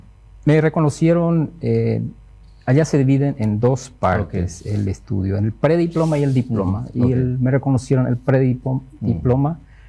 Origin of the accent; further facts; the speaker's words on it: Loma Plata, Boquerón, Paraguay; also born or lived in Filadelfia, Paraguay / Germany; Yo nací en la ciudad, o sea, en el hospital de Loma Plata, uh-huh. en Loma Plata, pero soy chaqueño, uh-huh. Estuve en las escuelas primarias ahí en una pequeña colonia, Neumeln, que se llama Neumeln. Uh-huh. 4 años después tuve que salir con el maestro hacia uh-huh. una aldea vecina. En el colegio hice en Filadelfia